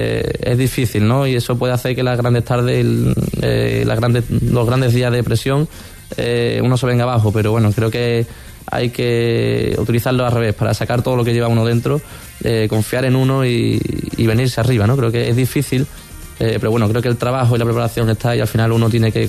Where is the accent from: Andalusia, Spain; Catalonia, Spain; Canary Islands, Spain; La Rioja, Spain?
Andalusia, Spain; Seville; soy de Sevilla